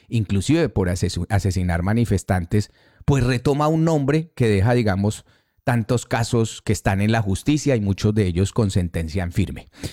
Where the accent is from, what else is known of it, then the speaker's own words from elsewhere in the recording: Colombia; moved away; Nosotros en muchos casos hemos sido colombianos que hemos salido del país hace muchos años y nos hemos quedado